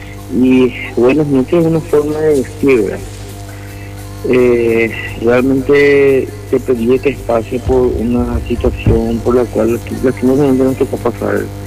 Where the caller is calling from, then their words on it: Luque, Central, Paraguay; yo vivo en la ciudad de Luque, vivo en el centro